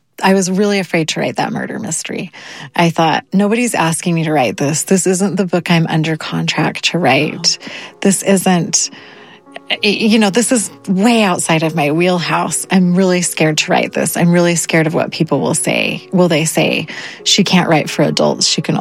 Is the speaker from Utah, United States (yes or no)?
yes; Utah, United States